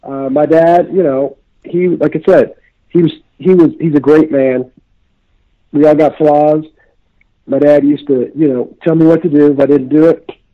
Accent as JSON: {"language": "English", "town": "Olathe", "region": "Kansas", "country": "United States", "tie": "born or raised there", "moved": "as an adult", "said": "Olathe, where I grew up in Kansas"}